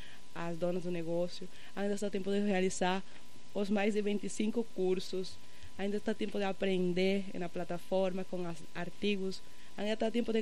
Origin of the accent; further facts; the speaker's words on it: Venezuela; now in Brazil; eu sou da Venezuela